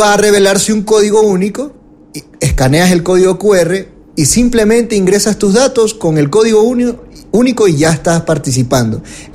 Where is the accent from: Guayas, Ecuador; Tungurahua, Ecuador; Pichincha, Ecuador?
Guayas, Ecuador; accent: guayaco; Sí, ya es mi acento guayaco que va muy rápido, ¿no?